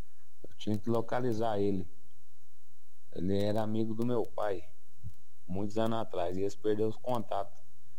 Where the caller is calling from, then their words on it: Prata, Minas Gerais, Brazil; sou da cidade de Prato, Minas Gerais.